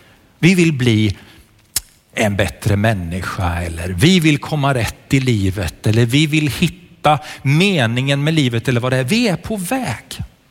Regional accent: Sweden; jag kommer från Sverige

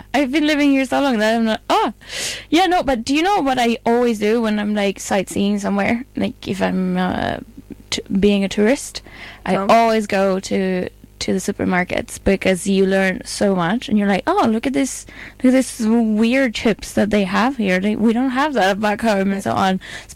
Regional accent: Spain; I'm from Spain

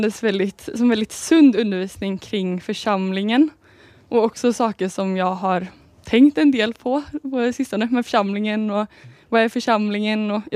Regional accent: Jörlanda, Västra Götaland County, Sweden; jag kommer från norr om Kungälv, norr om Göteborg.

